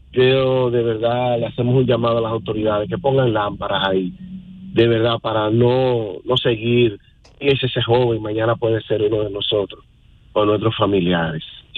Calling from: Barahona, Dominican Republic; nosotros mismos que somos de Barahona … nosotros mismos que somos de aquí de Barahona

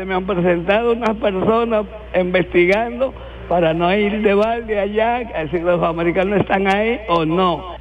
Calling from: Villa Jaragua, Baoruco, Dominican Republic; mi pueblo.

